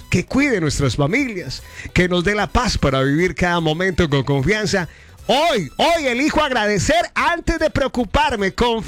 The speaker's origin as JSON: {"language": "Spanish", "country": "Colombia", "said": "sobre todo nosotros los colombianos"}